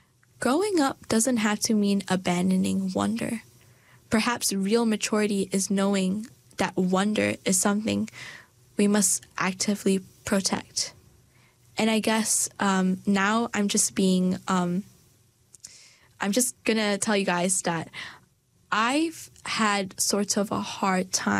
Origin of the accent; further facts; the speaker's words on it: Malaysia; now in New Zealand; when I moved from Malaysia to New Zealand, my Malaysian friends have already started their foundation at university